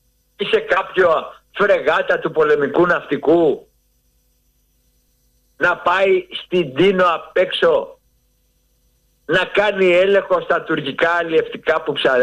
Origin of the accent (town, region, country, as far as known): Greece